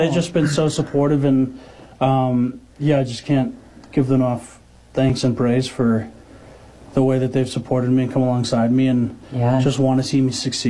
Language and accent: English; Fergus Falls, Minnesota, United States; Yeah. It's such a gift to say I'm from Fergus Falls and like, this is my hometown.